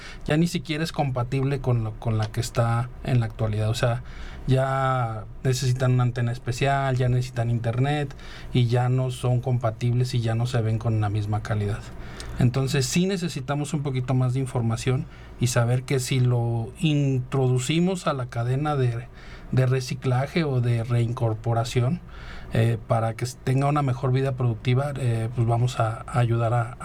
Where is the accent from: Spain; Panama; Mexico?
Mexico; como cultura mexicana, estamos acostumbrados a guardar las cosas o a darle cierta estima.